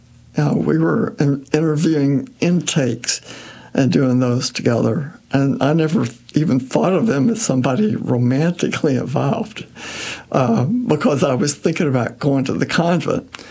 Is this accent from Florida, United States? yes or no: no; Arkansas, United States; moved away as an adult; also born or lived in Springfield, Illinois; now in St. Louis area, United States; it was 200 miles from my hometown down in Arkansas, so I could pop home for a weekend if I wanted to.